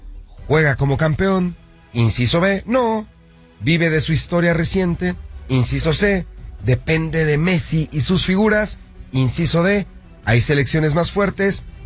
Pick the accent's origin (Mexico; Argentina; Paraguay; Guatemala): Mexico; Nosotros los mexicanos somos de madera.